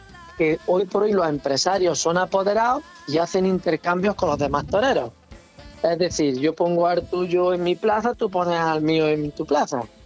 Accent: Benidorm, Valencian Community, Spain; also born or lived in Jaén; now in Beas de Segura, Spain; por allí, por mi tierra de Benidorm.

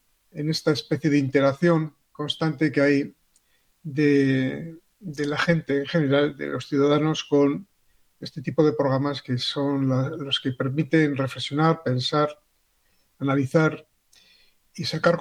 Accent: Basque Country, Spain; una tierra determinada, que es mi tierra, que es estas vascongadas de mi amor

